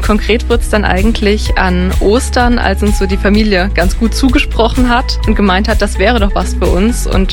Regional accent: Hesse, Germany; Ich bin da tatsächlich nicht groß geworden, sondern in der Nachbargemeinde. Bin jetzt aber seit ein paar Jahren auch dort wohnhaft.

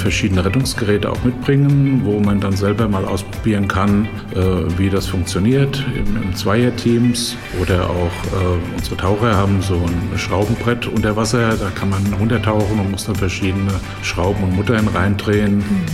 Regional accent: Wiesbaden, Hesse, Germany; Geboren in Wiesbaden, aufgewachsen, dort schwimmen gelernt.

